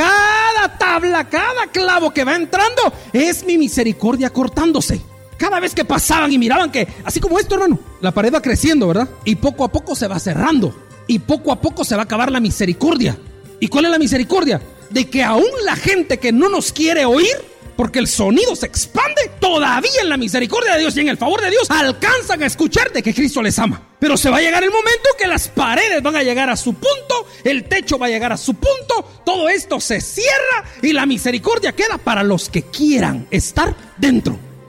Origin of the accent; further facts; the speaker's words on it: Guatemala; usted y yo somos guatemaltecos